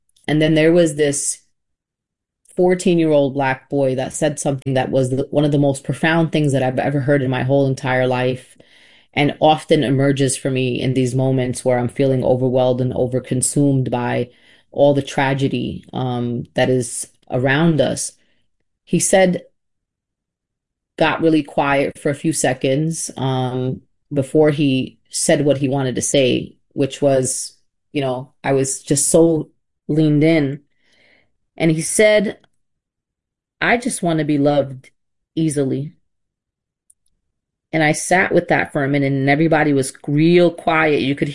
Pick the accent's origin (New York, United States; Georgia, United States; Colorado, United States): New York, United States; New York City; as a Brooklynite. I'm born and raised in Brooklyn